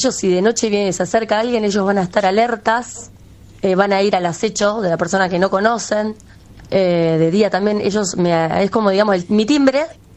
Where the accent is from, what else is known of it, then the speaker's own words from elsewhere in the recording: Merlo, Buenos Aires Province, Argentina; Yo de Merlo.